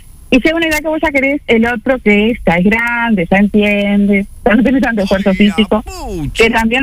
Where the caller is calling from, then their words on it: Guichón, Paysandú, Uruguay; Mira, yo soy del departamento de Paysandú.